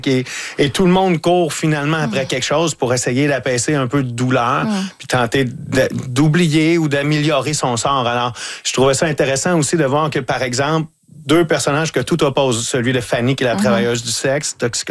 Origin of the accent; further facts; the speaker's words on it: Lavaltrie, Quebec, Canada; now in Montreal, Canada; moi je viens de la Valtrie, dans la région de la Naudière, puis quand je suis arrivé à Montréal, c'était ma porte d'entrée vers Montréal, et j'ai pas mal toujours habité là depuis 25 ans.